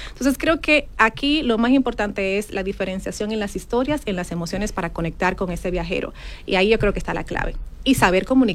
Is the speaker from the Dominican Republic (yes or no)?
yes; Dominican Republic; moved away as an adult; Vengo de República Dominicana a hacer una maestría en comunicación corporativa.